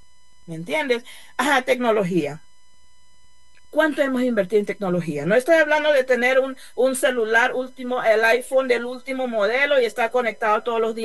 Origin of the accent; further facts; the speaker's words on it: Venezuela; Porque una cosa es estar preparado para trabajar en empresas petroleras, porque ya es algo como tradicional que somos un país petrolero